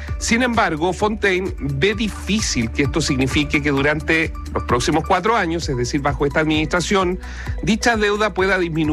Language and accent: Spanish; Chile; Esto no lo podemos olvidar, como obviamente como chilenos.